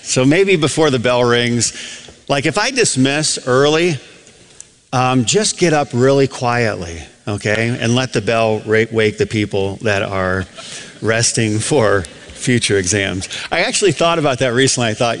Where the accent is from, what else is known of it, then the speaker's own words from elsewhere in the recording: Adrian, Michigan, United States; So I grew up in Adrian, Michigan.